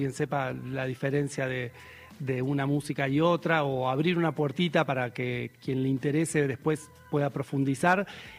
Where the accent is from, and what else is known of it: Buenos Aires, Argentina